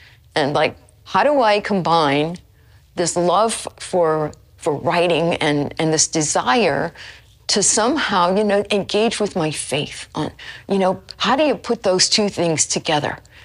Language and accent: English; New Orleans, Louisiana, United States; I grew up here in New Orleans. My parents were both from very active Catholic families.